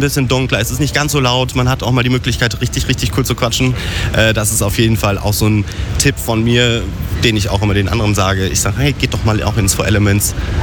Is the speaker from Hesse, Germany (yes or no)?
no; North Rhine-Westphalia, Germany; Aus dem Sauerland.